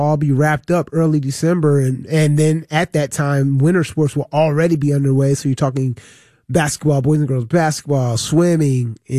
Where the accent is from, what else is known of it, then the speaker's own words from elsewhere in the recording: Connecticut, United States; I grew up in Connecticut.